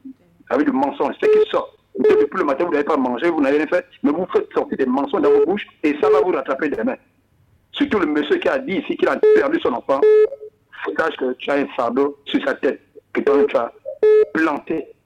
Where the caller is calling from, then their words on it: Booué, Ogooué-Ivindo, Gabon; Même chez moi, à Boué